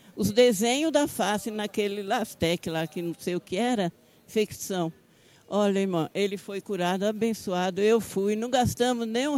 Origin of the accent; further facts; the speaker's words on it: Paiol, Brazil; Eu sou do Paiol.